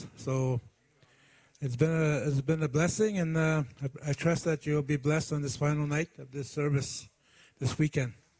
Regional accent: Round Lake, Ontario, Canada; I am from Round Lake, Wiagamo. Our political name is North Carroll Lake First Nation.

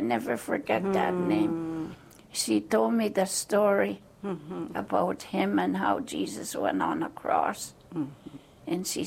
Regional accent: Saddle Lake, Alberta, Canada; I was born and raised in Saddle Lake, Alberta.

